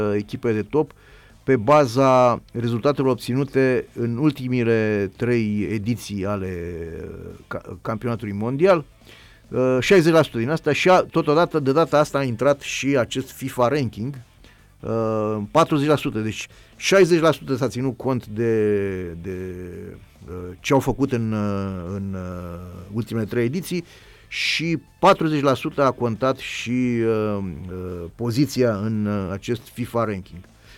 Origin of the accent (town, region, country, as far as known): Romania